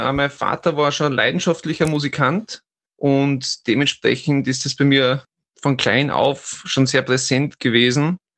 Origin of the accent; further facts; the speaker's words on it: Leoben, Styria, Austria; moved away as an adult; now in East Styria, Austria; ich bin nämlich eigentlich in Leoben aufgewachsen und nur vor ein paar Jahren in die Oststeiermark gezogen, sozusagen. Davor eben in Leoben